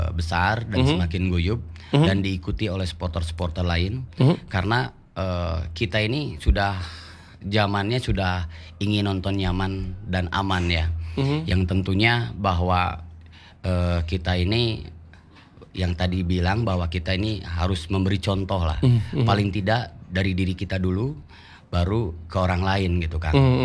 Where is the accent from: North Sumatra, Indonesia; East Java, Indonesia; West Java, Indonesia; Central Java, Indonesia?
West Java, Indonesia; Jadi bahwa kita canangkan bahwa kita ini orang Sunda.